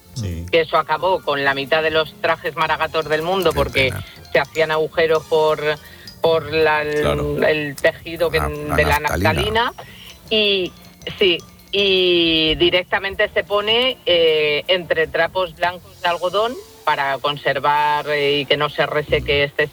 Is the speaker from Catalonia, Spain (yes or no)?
no; Combarros, Castile and León, Spain; en las fiestas del pueblo de mi padre, bonito. Que es mi pueblo.